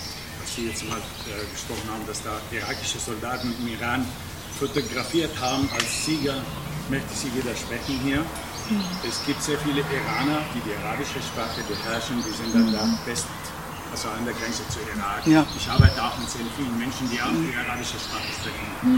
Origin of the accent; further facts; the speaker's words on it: Lebanon; born there; German is a second language; moved away; Ich bin Palästinenser, der im Libanon geboren.